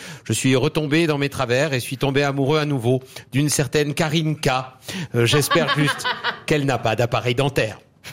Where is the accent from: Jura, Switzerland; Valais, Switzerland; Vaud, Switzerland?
Valais, Switzerland; j'ai grandi en Valais